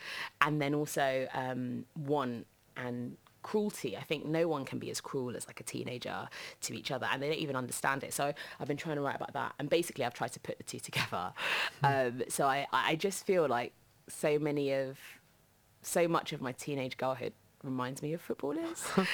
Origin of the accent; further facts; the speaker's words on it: London, United Kingdom; I grew up in Southeast London, and all my old haunts are completely different now, but I actually live really close to where I grew up. I live like across the road from the hospital where I was born now